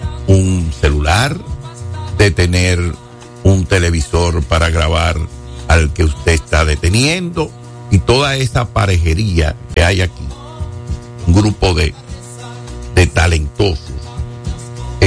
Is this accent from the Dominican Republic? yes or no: yes; Dominican Republic; como somos los dominicanos